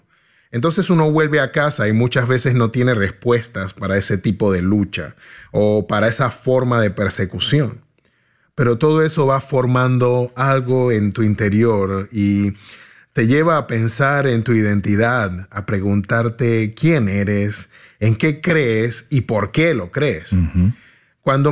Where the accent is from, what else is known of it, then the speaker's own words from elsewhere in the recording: Gaza Strip, Palestine; Nací y crecí en Gaza.